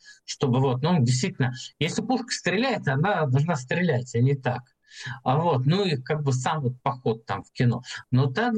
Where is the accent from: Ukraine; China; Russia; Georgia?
Russia; а мы русские